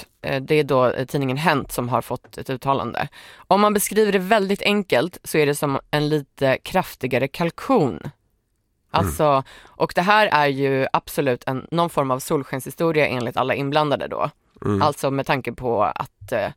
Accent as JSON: {"language": "Swedish", "country": "Iceland", "said": "Jag är islänning."}